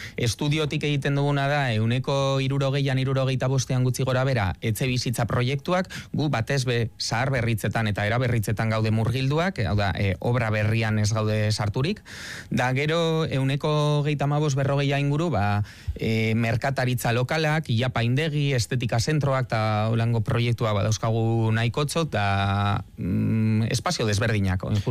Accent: Amurrio, Basque Country, Spain; also born or lived in Bilbao; Bilbon jaioa, bai, baina, bueno, Amurrioarra

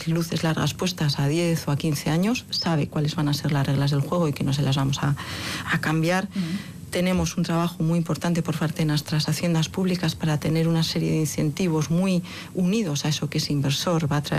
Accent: Basque Country, Spain

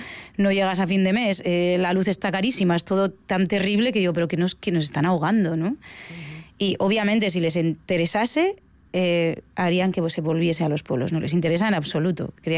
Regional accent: Barakaldo, Basque Country, Spain; Yo soy de Baracaldo, o sea, no he vivido en el campo en mi vida.

